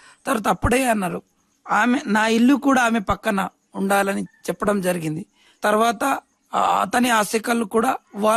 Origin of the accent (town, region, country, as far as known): Marlavai, Telangana, India